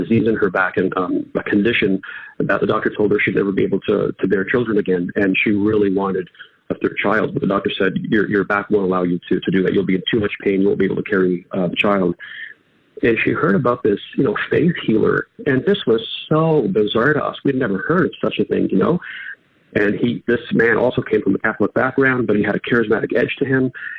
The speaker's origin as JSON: {"language": "English", "country": "Canada", "tie": "born or raised there", "also_born_or_lived": "Portugal", "said": "So I'm 50 now, and I was born in Portugal, and my parents immigrated to Canada when I was just over 2 years old. So although I have Portuguese roots, you know, I'm fully Canadian, haven't been here 48 years."}